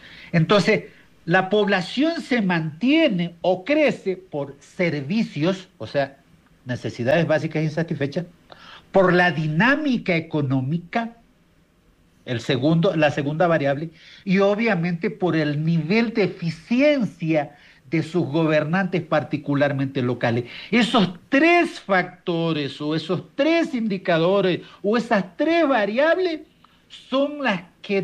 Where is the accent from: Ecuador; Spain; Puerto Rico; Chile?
Ecuador; Chone, Manabí; born or raised there